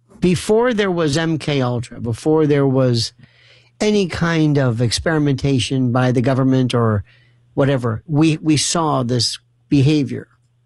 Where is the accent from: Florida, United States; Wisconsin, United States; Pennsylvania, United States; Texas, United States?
Florida, United States; Not Florida. I'm from Florida. This is more redneck with Lacoochie.